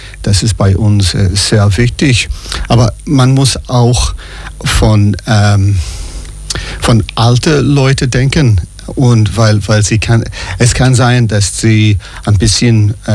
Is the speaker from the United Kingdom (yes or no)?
no; Dublin, Leinster, Ireland; German is a second language; Ich komme aus Dublin in Irland.